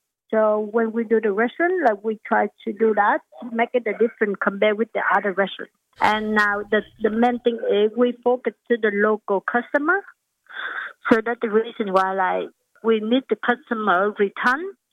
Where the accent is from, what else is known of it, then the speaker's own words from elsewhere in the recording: Vietnam; English is a second language; moved away as an adult; now in Australia; Yeah, I'm from Vietnam, so I've been here 2011 with overseas students, and I'm studying accounting, the master degree in Griffith University